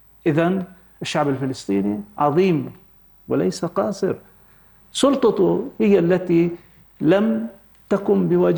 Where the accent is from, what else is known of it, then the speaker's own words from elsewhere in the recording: Palestine; لازم ننطلق من مصلحتنا الوطنية العليا كشعب فلسطيني